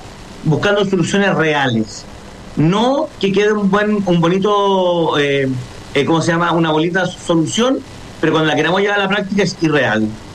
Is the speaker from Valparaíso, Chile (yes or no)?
no; Traiguén, Araucanía, Chile; also born or lived in Los Sauces; Yo tengo 34 años, el problema está hace 30, la violencia. Me crié teniendo una Araucanía en llamas